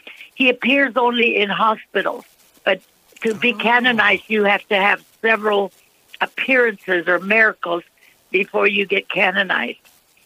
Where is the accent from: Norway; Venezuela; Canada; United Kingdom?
Venezuela; now in Ingram, United States; Yes, I live in Ingram, Texas, near San Antonio. I'm from Venezuela